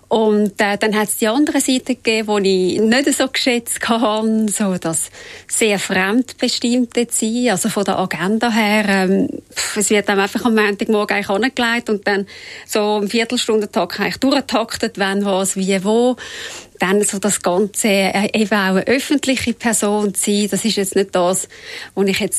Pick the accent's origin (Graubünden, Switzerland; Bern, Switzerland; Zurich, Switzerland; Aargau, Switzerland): Zurich, Switzerland; ich bin in Rätherschen aufgewachsen